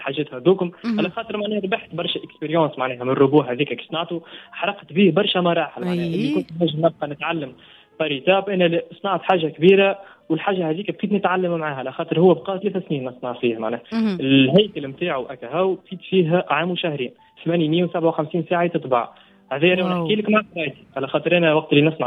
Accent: Tunisia; احنا عندنا في تونس

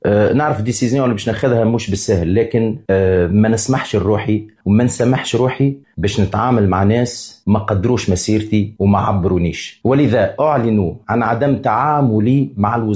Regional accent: Tunisia; أنا فنان تونسي

